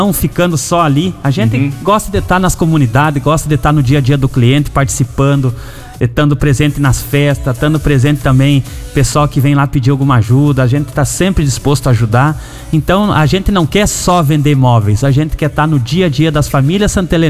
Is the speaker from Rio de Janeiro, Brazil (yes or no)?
no; Rio Grande do Sul, Brazil; moved away; Igual o Cleninho, que eu sempre conto pra todo mundo quando eu vim do Rio Grande. Eu vim com uma muda de roupa e duas cuecas.